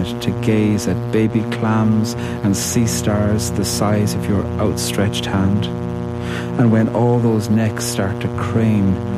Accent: Ireland; I'm a poet from Ireland, and I think that poetry offers the world something that's small enough to carry close to your heart

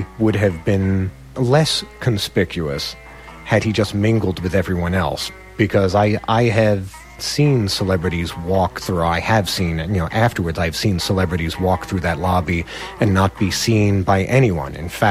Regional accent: Peekskill, New York, United States; now in Montgomery Village, United States; I'm originally from Peekskill, New York, and I currently reside in Montgomery Village, Maryland.

